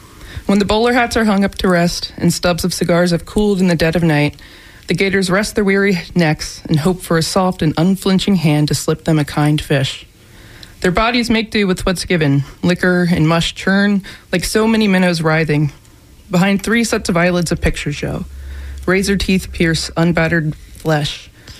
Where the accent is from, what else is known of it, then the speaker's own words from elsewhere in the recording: Maryland, United States; moved away as an adult; now in Tampa, United States; I'm not from Florida, but I'm from Maryland